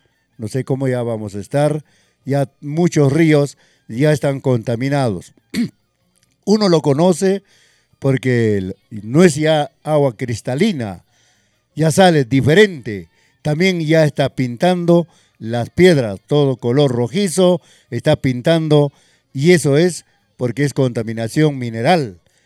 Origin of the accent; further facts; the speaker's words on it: Huaraz province, Independencia district, Ancash, Peru; nuestra provincia de Huaraz, nuestro distrito de Independencia